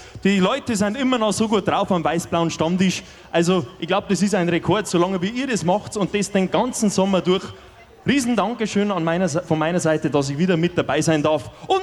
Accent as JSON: {"language": "German", "region": "Bavaria", "country": "Germany", "tie": "born or raised there", "said": "bei uns im Bayerischen Wald, wo ich zu Hause bin, kommt man ja natürlich sehr, sehr oft in Berührung mit Volksmusik"}